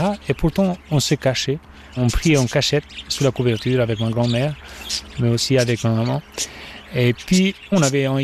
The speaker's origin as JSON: {"language": "French", "country": "Albania", "moved": "yes", "said": "Moi, je viens de l'Albanie, dans le pays d'un autre oiseau, c'est-à-dire l'aigle. Effectivement, alors, moi, je suis né en 1982"}